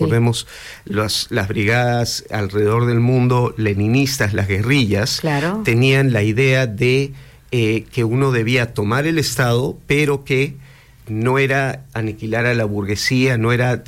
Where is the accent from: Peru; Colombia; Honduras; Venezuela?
Peru; now in Mendoza, Argentina; uno de los episodios más difíciles de nuestro país